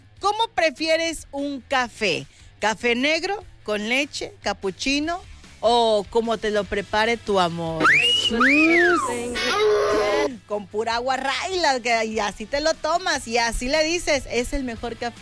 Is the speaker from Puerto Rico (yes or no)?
no; Mexico; como mexicanos, vale, que no tomamos.